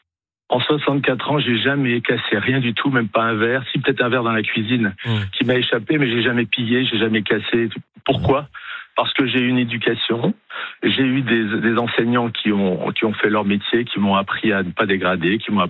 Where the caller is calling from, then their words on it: Corsica, France; Je vous appelle de Corse.